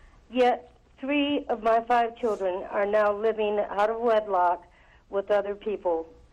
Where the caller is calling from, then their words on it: Spokane, Washington, United States; Spokane, Washington.